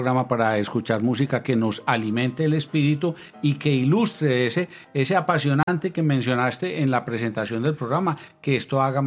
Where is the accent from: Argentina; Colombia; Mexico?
Colombia; nosotros estamos acostumbrados a pronunciarlo pues aquí a lo colombiano.